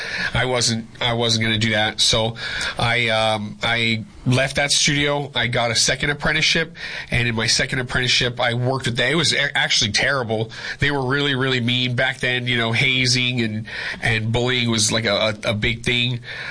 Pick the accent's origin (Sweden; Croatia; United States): United States; Mesa, Arizona; born there; also born or lived in Yuma, Arizona; We moved to the Valley. So I grew up in Mesa, but we would move back here and there too.